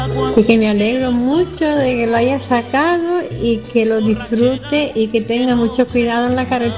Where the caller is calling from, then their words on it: Güímar, Canary Islands, Spain; de Huima.